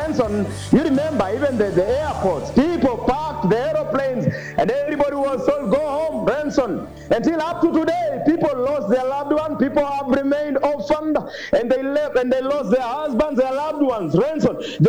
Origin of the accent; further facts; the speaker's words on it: Kenya; as a Kenyan, especially as a church in Kenya